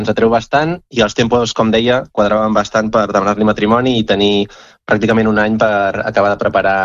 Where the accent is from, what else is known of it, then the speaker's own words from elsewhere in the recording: Catalonia, Spain; aquest eclipsi va de León al sud de Catalunya, que és d'on soc jo